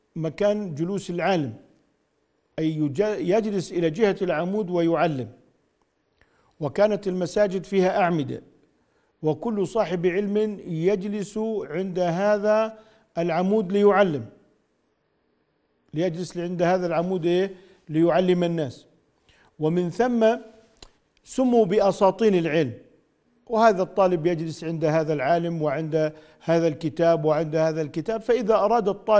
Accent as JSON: {"language": "Arabic", "country": "Jordan", "said": "يعني نحن عندنا بالأردن مثلا العباءة هي اللباس الأكمل"}